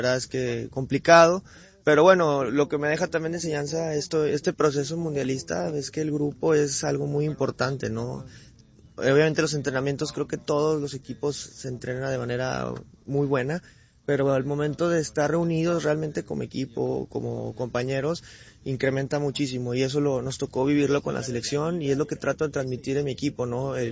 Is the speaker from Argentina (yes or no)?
no; Mexico; como mexicano y como pues embajador de la liga, lo que queremos es poner lo más alto a México